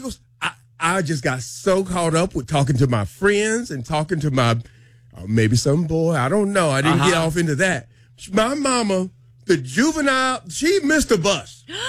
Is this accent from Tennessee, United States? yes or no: no; Dallas, Texas, United States; I was so excited about being in Dallas, being in my hometown, playing at the halftime show of Prairie View and Grambling game.